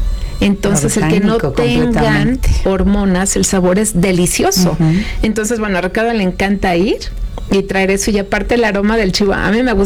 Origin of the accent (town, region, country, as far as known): Mexico